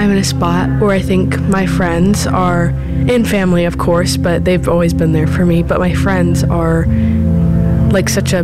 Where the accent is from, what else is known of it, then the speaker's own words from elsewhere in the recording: Indianapolis, Indiana, United States; I'm from Indianapolis.